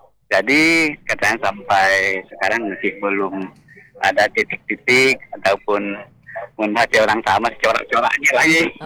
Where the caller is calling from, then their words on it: West Kalimantan, Indonesia; Nah, itu aja info dari kami, dari Kecamatan Sajat, … yang mewakili, memberikan kepada, minta kepada pemerintah, terutama dari Kabupaten Samba